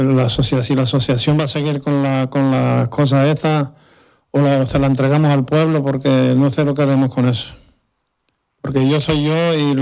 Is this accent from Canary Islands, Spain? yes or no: yes; Canary Islands, Spain; born there; now in Bajamar, Spain; la parranda de mi pueblo donde yo nací, el Batán.